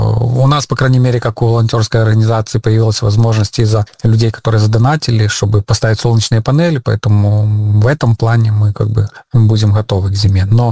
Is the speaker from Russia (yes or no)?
no; Belarus; now in Ukraine; я говорю, что я белорус, я как бы не украинец